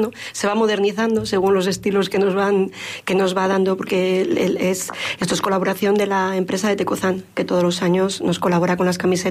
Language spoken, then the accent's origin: Spanish; Castile and León, Spain; Pues como muy orgullosa que soy, pues de que soy corralina y que mi pueblo